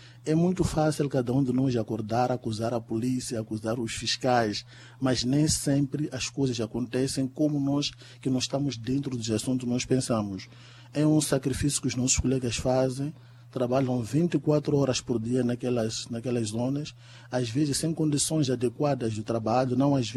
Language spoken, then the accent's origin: Portuguese; Mozambique; cada um de nós, como moçambicano